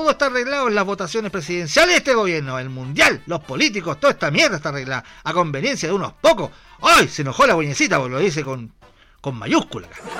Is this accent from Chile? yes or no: yes; Chile; nosotros nos craneamos como chilenos